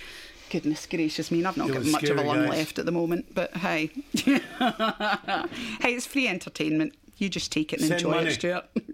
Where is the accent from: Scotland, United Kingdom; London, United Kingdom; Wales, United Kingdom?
Scotland, United Kingdom; moved away as an adult; now in Australia